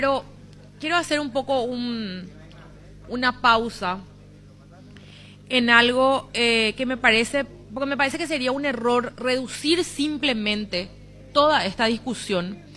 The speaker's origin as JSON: {"language": "Spanish", "country": "Paraguay", "said": "que es lo que nos une a todos por igual como paraguayos"}